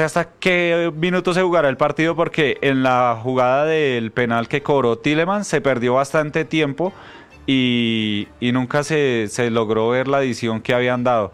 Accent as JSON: {"language": "Spanish", "country": "Colombia", "said": "porque uno como colombiano pues sabe que Paraguay"}